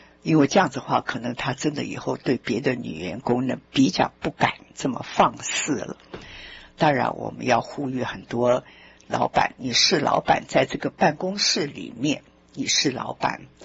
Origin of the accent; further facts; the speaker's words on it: China; 我觉得我们中国人用筷子其实是比较文明的